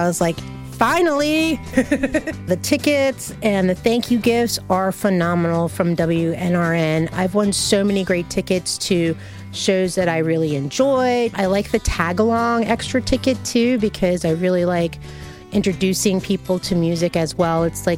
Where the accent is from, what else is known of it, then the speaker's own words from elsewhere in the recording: Richmond, Virginia, United States; I am from Richmond, Virginia.